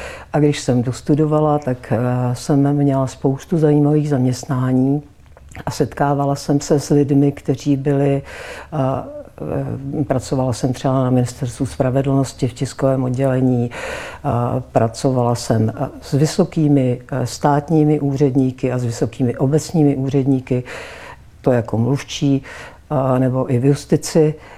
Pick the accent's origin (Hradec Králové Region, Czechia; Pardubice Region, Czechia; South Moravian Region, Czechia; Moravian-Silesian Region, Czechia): Pardubice Region, Czechia; Česká Třebová; now in Prague, Czech Republic; Jsem z České Třebové pocházím.